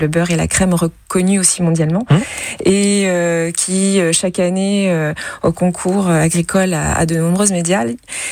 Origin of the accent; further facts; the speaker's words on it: Normandy, France; chez nous en Normandie